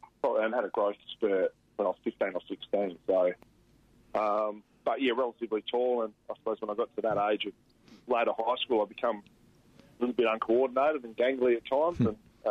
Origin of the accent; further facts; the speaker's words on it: Dampier, Western Australia, Australia; I was born in Dampier, so I was fortunate enough to... Dad drove all the way from Sydney to start working on the as a plumber on the in the northwest on the construction part of it. And so born up there and raised